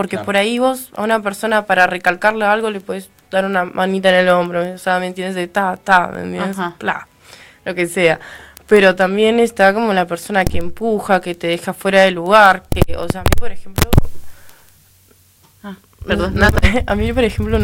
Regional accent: Misiones, Argentina; Soy de Misiones

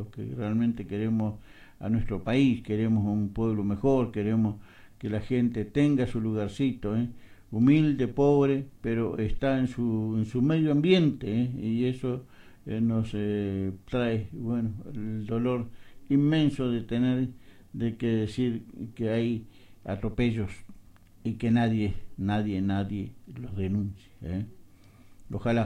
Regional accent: Argentina

